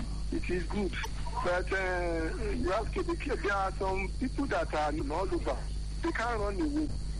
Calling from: Ekiti, Nigeria; from Ekiti State.

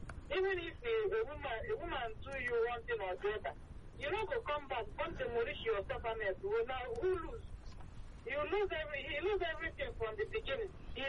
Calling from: Lagos, Nigeria; I'm calling from Kirikiri.

